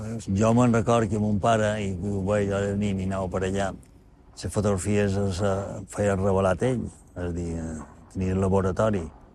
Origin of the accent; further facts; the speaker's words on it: Palma, Balearic Islands, Spain; born there; vaig néixer a Palma l'any 1952, dia de 9 de març.